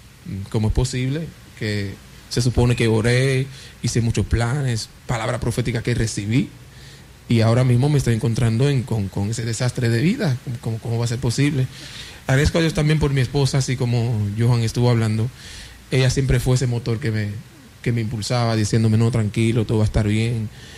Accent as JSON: {"language": "Spanish", "country": "Haiti", "second_language": "Spanish", "said": "Yo soy, o sea, de Haití, ¿entiendes?"}